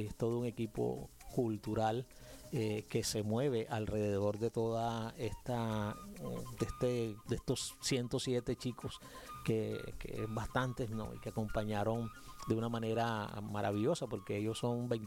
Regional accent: Córdoba, Colombia; lo que somos como cordobeses

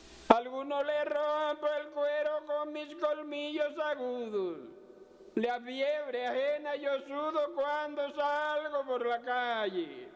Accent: Sabana Nueva, Colombia; vengo de Sabana Nueva, tengo 82 años.

